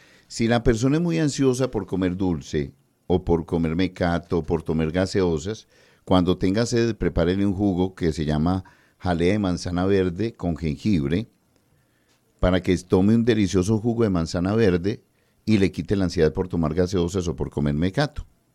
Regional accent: Antioquia, Colombia; yo me avergüenzo como antioqueño

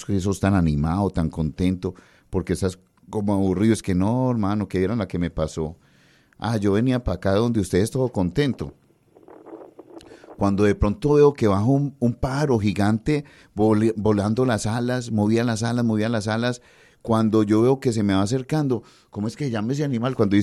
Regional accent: Antioquia, Colombia; somos paisas

